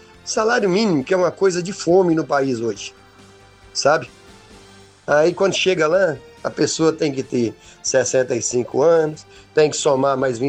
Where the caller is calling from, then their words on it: Brazil; Eu sou brasileiro.